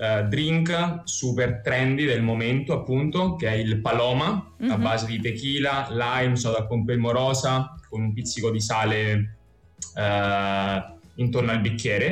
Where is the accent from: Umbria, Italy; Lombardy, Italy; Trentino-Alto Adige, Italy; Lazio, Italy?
Umbria, Italy; Terni; moved away as an adult; now in London, United Kingdom; Avevo 19 anni, sono di Terni, una città, diciamo, una provinciale, e volevo provare qualcosa di diverso, quindi sono trasferito a Londra